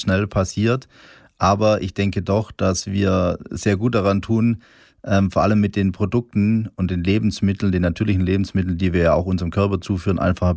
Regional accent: Swabia, Germany; ich als Unternehmer, als Gastronom und natürlich dann auch vor allem noch als Schwabe

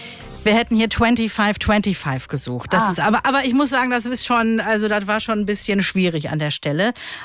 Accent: Uetze, Lower Saxony, Germany; Ich komme ja aus Henigsen, das gehört ja auch zu Uetze.

